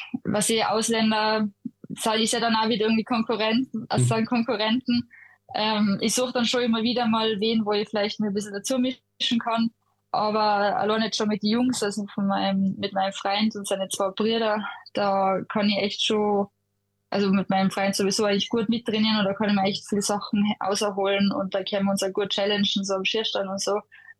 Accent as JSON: {"language": "German", "country": "Austria", "said": "bleib gern Österreicherin."}